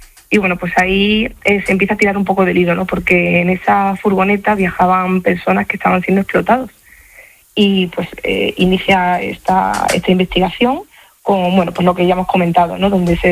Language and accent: Spanish; Villalgordo del Júcar, Castilla-La Mancha, Spain; born there; Nací en Villa Golbo de Júcar, como usted bien ha dicho